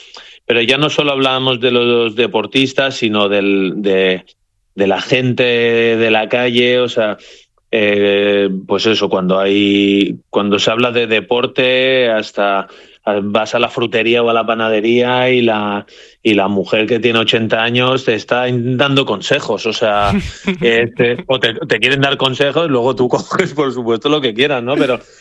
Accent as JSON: {"language": "Spanish", "country": "Spain", "said": "La verdad que yo soy español y de con España"}